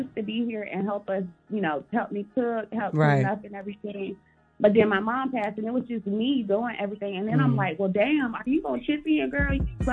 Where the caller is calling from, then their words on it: Tulsa, Oklahoma, United States; from Tulsa, Oklahoma.